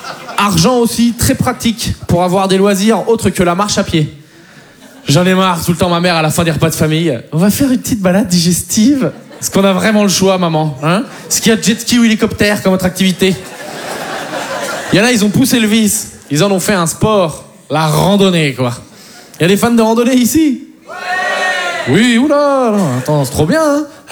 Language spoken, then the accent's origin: French; Poitiers, Nouvelle-Aquitaine, France